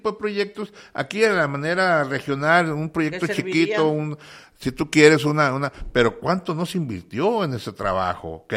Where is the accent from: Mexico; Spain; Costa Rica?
Mexico; ¿Cuánto nos ha costado como mexicanos?